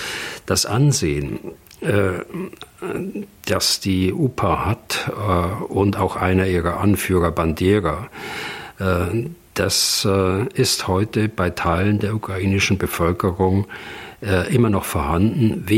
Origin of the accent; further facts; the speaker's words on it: West Germany, Germany; bei uns in Westdeutschland, wo ich groß geworden bin, da hat es auch lange gebraucht